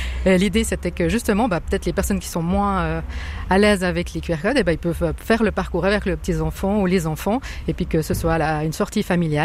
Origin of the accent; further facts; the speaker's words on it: Préverenges, Vaud, Switzerland; born there; moi, je suis née à Prévenjes, donc c'est vrai que c'est un village qui me tient à cœur.